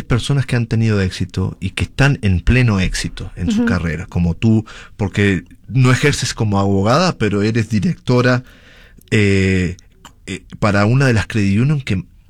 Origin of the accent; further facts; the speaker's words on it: Uruguay; accent: South American; Yo soy de Uruguay, pero es un acento muy similar al argentino también.